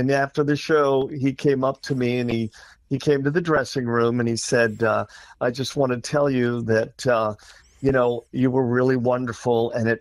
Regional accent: Tucson, Arizona, United States; Yes, I'm a Tucsonian. I was born and raised in Tucson.

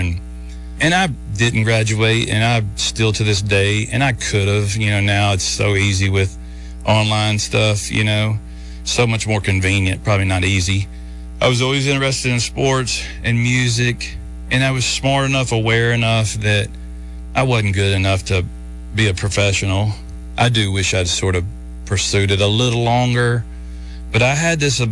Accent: Kennett, Missouri, United States; moved away; … is from my hometown

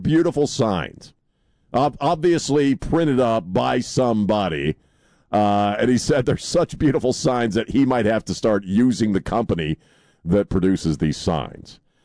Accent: Maryland, United States; I grew up in Maryland. I grew up with a lot of people who are Democrats, you know, lifelong Democrats.

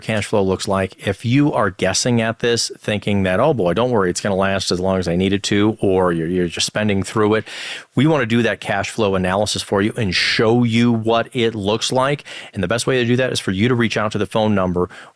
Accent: Illinois, United States; when I was growing up in Illinois, taking a look at just going to U of I or University of Michigan, it was actually less expensive for me to go to ASU.

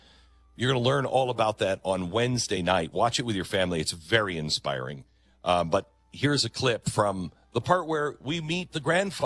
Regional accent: Kentucky, United States; Well, my grandpa was from Armenia. My grandmother was from Costa Rica, but my dad's German. I'm from Kentucky.

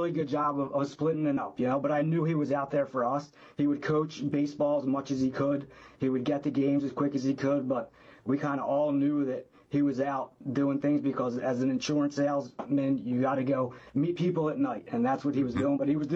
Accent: Clifton Heights, Pennsylvania, United States; I'm from the beautiful town of Clifton Heights, Pennsylvania, right outside of Philadelphia.

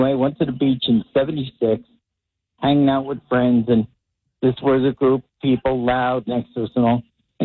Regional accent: Belmar, New Jersey, United States; moved away as an adult; now in North Carolina, United States; I grew up in Belmar.

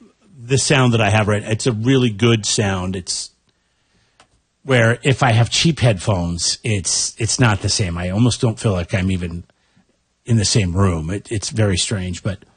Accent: Tacoma, Washington, United States; we're not very nice area. Tacoma, Pierce County.

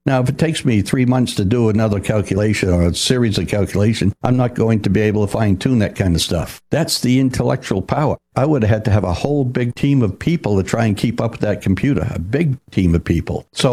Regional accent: Jay, Maine, United States; Now, I grew up in Jay.

